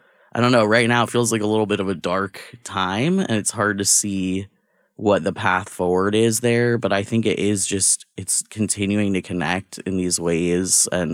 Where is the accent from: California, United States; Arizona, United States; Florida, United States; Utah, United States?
Florida, United States; moved away as an adult; now in Portland, United States; I've been in Portland about 10 years. Okay. I'm originally from Florida